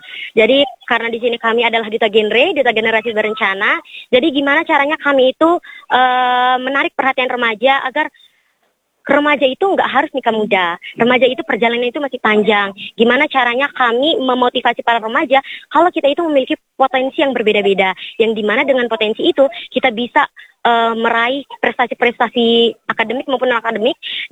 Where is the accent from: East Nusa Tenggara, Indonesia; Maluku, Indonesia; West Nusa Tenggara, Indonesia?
West Nusa Tenggara, Indonesia; Bima; now in Mataram, Indonesia; karena saya sendiri berasal dari kota Bima.